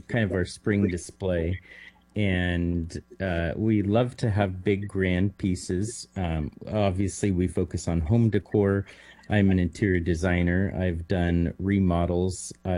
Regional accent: Bakersfield, California, United States; We were born and raised in Bakersfield, and coming on the weekends, stopping at Jocko's to eat and McClintock's back in the day

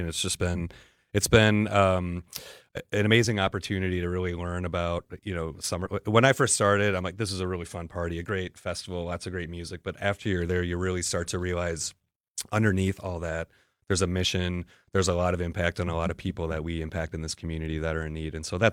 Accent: Iowa, United States; now in Milwaukee, United States; I'm originally from Iowa. So I grew up in Iowa.

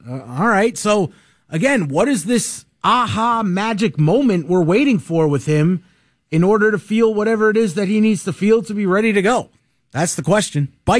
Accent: New York, United States; moved away; growing up in New York

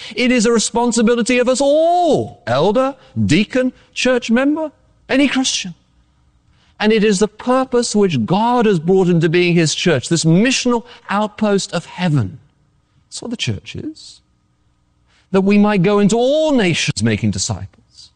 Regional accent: England, United Kingdom; accent: English; moved away; I am English. And I only mention it because I've had a few people tell me recently how much they like my accent.

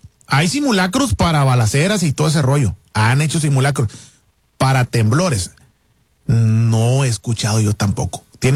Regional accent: Ecuador; No, es que está cañón, está difícil, pero ánimo, Colombia. Yo soy de Ecuador.

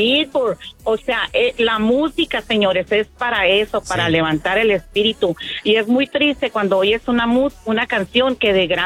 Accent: Nogales, Sonora, Mexico; Yo soy de Nogales y ya ve que … era de Nogales. Yo crecí oyendo esa música.

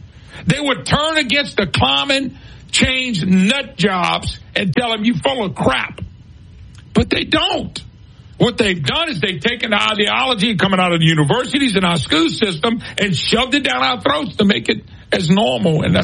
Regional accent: Plaquemine, Louisiana, United States; also born or lived in Baton Rouge; Well, I'm from the Plaquemine, Baton Rouge area. I tell people originally from Plaquemine. Finished school up here in Baton Rouge.

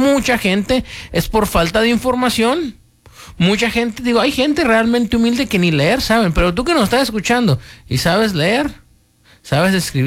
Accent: Mexico; Ay, te digo, ¿qué más quisiéramos, oye, como mexicanos?

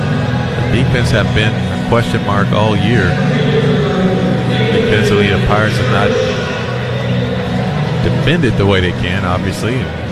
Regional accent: Kansas City, Missouri, United States; me growing up in Kansas City

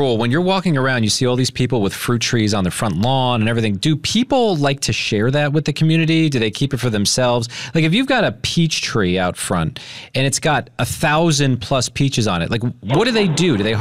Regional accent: East Coast, United States; moved away; I grew up on the East Coast. We don't really have that.

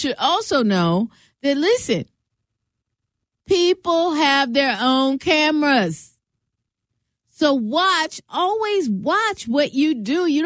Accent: Seattle, Washington, United States; I'm from Seattle, Washington.

